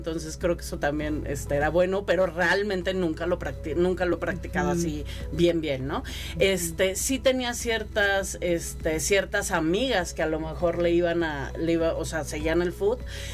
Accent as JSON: {"language": "Spanish", "region": "San Luis Potosí", "country": "Mexico", "tie": "born or raised there", "also_born_or_lived": "Mexico City", "said": "Mira, yo nací en Ciudad de México, me vine a San Luis muy chica."}